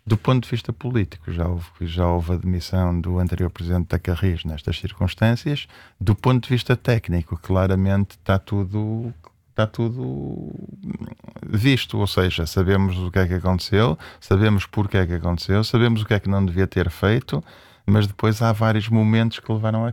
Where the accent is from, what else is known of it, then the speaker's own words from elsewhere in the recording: Braga, Norte, Portugal; eu sou de Braga